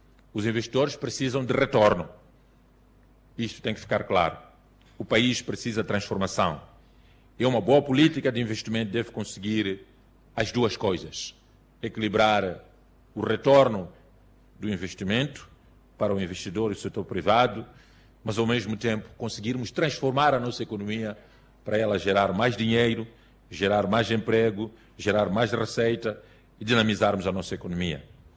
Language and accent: Portuguese; Mozambique; nós, como moçambicanos, produzimos mais que o suficiente